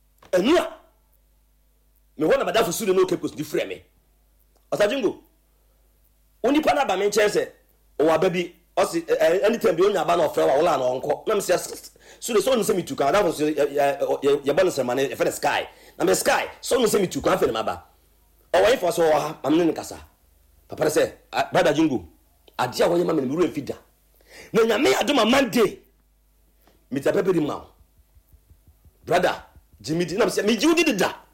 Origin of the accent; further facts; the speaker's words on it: Cape Coast, Central Region, Ghana; I'm coming from Cape Coast. A buradia. Come to Cape Coast.